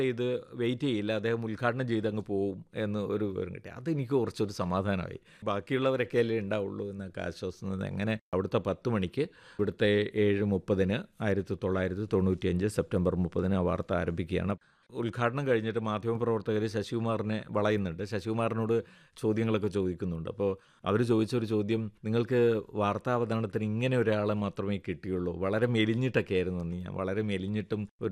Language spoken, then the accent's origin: Malayalam; Raveeshwaram, Kerala, India